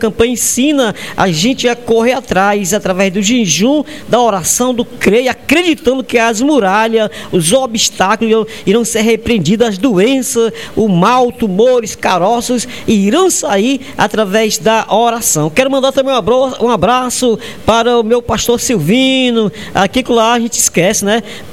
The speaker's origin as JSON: {"language": "Portuguese", "town": "Caucaia", "region": "Ceará", "country": "Brazil", "said": "Ô, glória, pastor Daí, sou da Calcaia"}